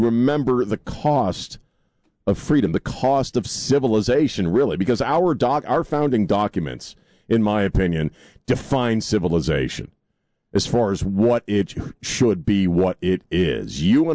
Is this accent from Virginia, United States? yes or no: yes; Arlington, Virginia, United States; I grew up around Arlington and spent a lot of time going there over the, you know, as a kid and on field trips and stuff like that.